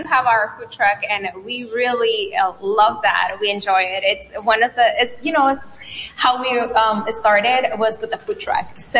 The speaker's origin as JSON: {"language": "English", "region": "Sinaloa", "country": "Mexico", "lives_now": "Yuma, United States", "said": "No, I'm from Mexico."}